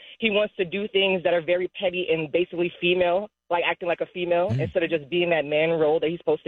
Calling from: Los Angeles, California, United States; I'm calling from Los Angeles, Eastside.

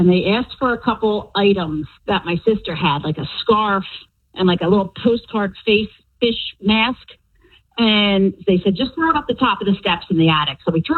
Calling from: Warminster, Pennsylvania, United States; Warminster.

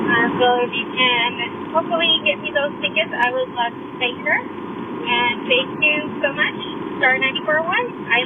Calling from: San Diego, California, United States; I'm calling from San Diego

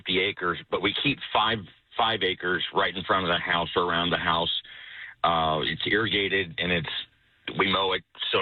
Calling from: Stockdale, Texas, United States

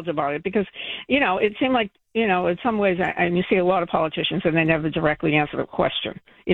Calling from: Cambridge, Massachusetts, United States; where are you from? And I said, Cambridge.

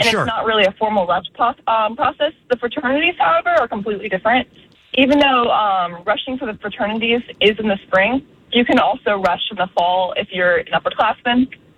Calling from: Greenville, South Carolina, United States

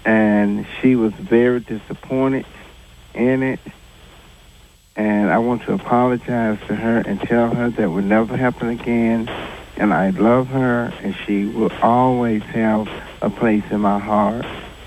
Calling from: Florence, Alabama, United States; I'm calling from Florence, Alabama.

